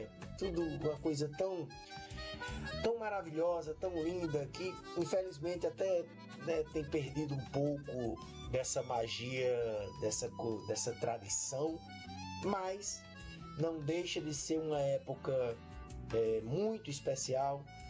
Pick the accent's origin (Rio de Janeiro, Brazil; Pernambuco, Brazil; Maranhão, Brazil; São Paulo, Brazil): Pernambuco, Brazil; Serra Talhada; now in Recife, Brazil; sou lá de Serra Talhada, no sertão do Pajeú pernambucano. Moro aqui em Recife já há algum tempo